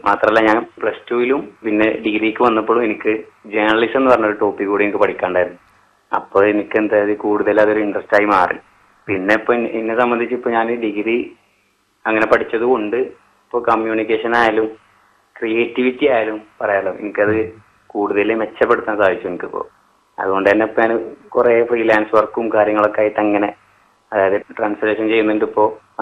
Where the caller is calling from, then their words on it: Pandikkad, Kerala, India; ഞാനിവിടെ പാണ്ടിക്കാട് പറവമ്പുറം എന്ന് പറയും കറക്റ്റ് സ്ഥലം.